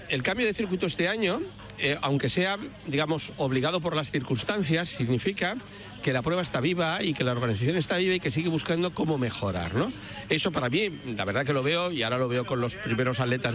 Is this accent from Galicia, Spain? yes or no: no; Barcelona, Catalonia, Spain; soy de Barcelona, con lo que todo lo que sea estar abierto al mar es una cosa que llevamos muy dentro.